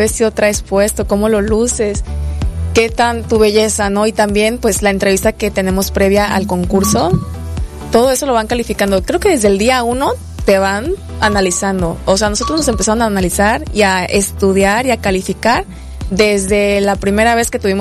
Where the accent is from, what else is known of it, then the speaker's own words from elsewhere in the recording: Chiapas, Mexico; al final todos somos paisanos, somos chiapanecos